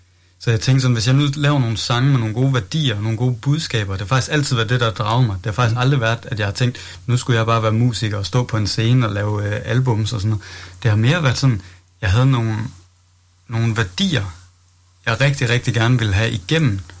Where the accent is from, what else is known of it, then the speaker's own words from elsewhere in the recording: Skanderborg, Central Denmark Region, Denmark; Så jeg er fodbolddreng, vokset op med fodbold, og det var sådan mit liv i mine unge dage i Skanderborg, hvor jeg voksede op.